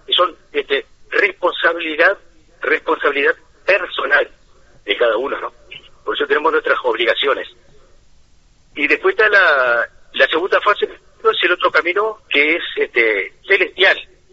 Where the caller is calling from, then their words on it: Salto, Uruguay; yo soy de Salto.